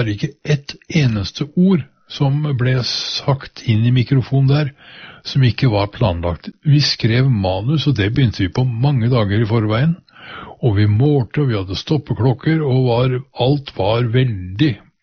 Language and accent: Norwegian; Horten, Vestfold, Norway; Så kom det en henvendelse fra redaktøren I lokalavisa hjemme I Horten